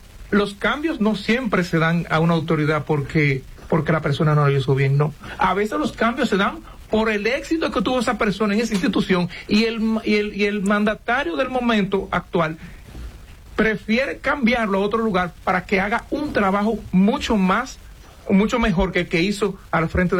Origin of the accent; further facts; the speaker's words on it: Dominican Republic; nosotros como dominicanos no podemos denigrar quien nos ha dado seguridad durante 90 años.